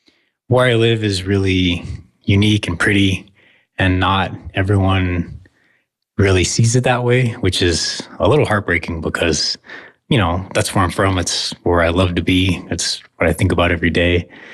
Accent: Barrow, Alaska, United States; I'm 29 years old. I was born and raised, currently live in and work out of Barrow, Alaska.

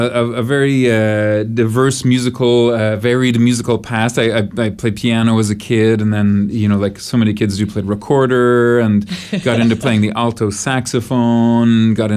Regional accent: Ottawa, Ontario, Canada; moved away as an adult; also born or lived in Toronto; now in Montreal, Canada; No, I grew up in Ottawa. I'm from Ottawa, so just across the river from Quebec, and you know, grew up with a lot of French around me and that whole like Quebecois culture present.

